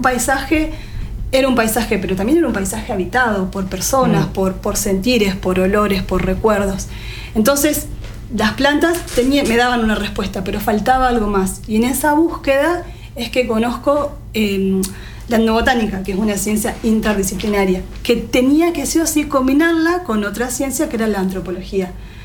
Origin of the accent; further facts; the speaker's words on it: Concepción del Uruguay, Entre Ríos, Argentina; born there; moved away as an adult; now in Corrientes, Argentina; yo no soy de Corrientes, nací en la provincia de Entre Ríos, en Concepción del Uruguay, y ahí yo empecé a estudiar un profesorado en biología.